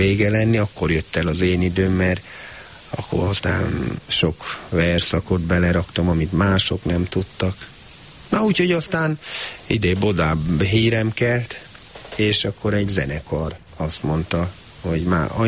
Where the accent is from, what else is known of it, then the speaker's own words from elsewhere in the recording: Budapest, Hungary; Mert én Pesten nőttem föl